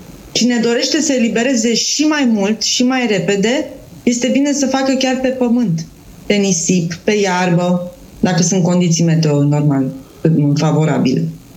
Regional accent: Bucharest, Romania; Eu fiind în București, eu sunt din București.

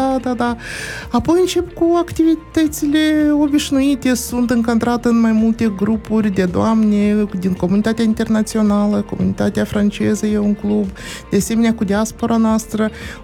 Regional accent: Chișinău, Moldova; Din Chișinău.

